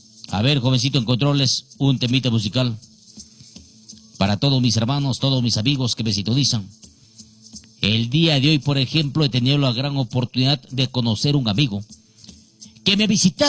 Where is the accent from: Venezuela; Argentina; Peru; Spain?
Peru; Huancabamba, Piura; pactado en las lagunas encantadas de Huancabamba. Desde allá venimos, señor. Me siento orgullosa de mi tierra natal, donde vivió nacer, crecer y ejercer el curanderismo.